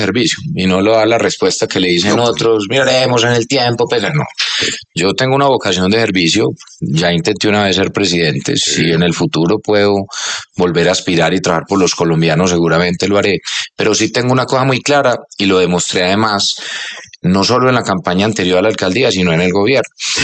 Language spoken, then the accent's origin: Spanish; Colombia; tenemos las herramientas para salir adelante como colombianos.